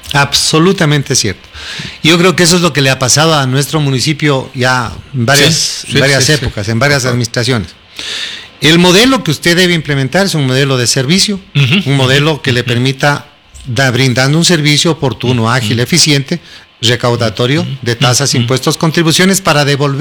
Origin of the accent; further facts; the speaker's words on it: Loja, Ecuador; Yo soy de la Tebaida. Yo siempre digo, soy un cholo filático de la Tebaida